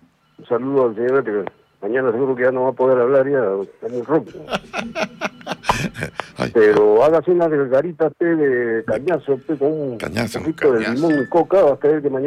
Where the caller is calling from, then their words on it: Arequipa, Peru; Yo vivo acá soy un vecino de las Bugambilas. Vivo más abajo.